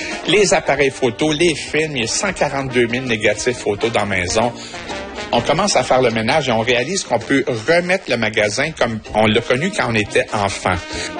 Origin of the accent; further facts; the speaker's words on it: Matane, Quebec, Canada; born there; also born or lived in Montreal; je suis né à Matane, j'habite à Matane après un long détour à Montréal